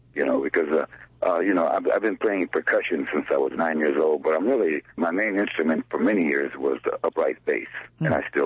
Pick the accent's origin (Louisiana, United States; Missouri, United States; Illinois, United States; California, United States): California, United States; Monrovia; I grew up in Monrovia, California, in Los Angeles County. And I grew up there up until probably around my 20 years. I grew up there.